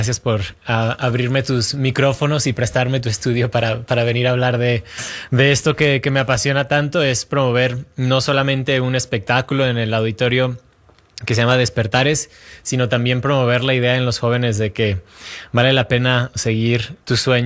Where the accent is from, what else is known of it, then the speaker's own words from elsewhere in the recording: Mexico; moved away; como mexicano desde niño, cuando empecé a viajar, empecé a hacer competencias